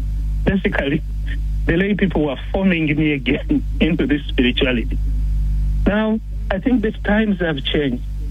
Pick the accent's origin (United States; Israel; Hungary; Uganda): Uganda; moved away; I come from Africa. I come from Uganda.